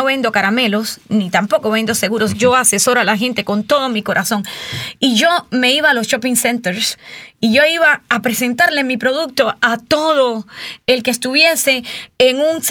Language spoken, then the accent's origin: Spanish; Cuba; Yo soy cubana, pero me quedé sin papá cuando tenía 10 años. Inmigró a los Estados Unidos y me quedé con una hermanita y una mamá.